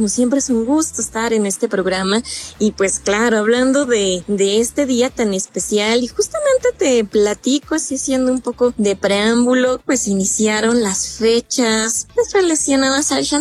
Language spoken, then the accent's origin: Spanish; Mexico; todos estos elementos conforman nuestra identidad como mexicanos, sentimos nuestro orgullo de serlo